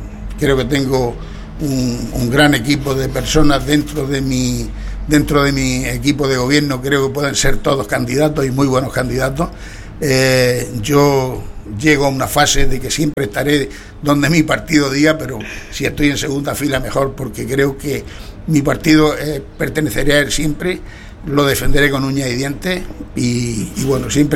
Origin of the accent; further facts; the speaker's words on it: Totana, Region of Murcia, Spain; born there; mi pueblo donde vivo, donde he nacido y donde están criándose mis nietos